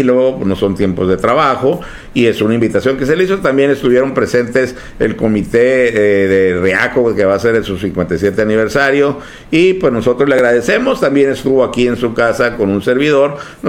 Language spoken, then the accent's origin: Spanish; the Valley, Baja California, Mexico; somos del Valle